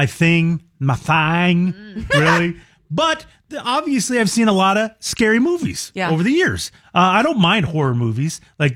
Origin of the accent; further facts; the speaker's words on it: United States; Well, I'm Native American, so that term you just used, I don't even appreciate.